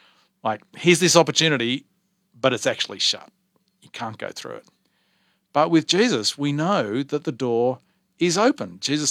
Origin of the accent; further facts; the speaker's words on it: Wembley, London, United Kingdom; I do. I was born in England. I grew up in Wembley.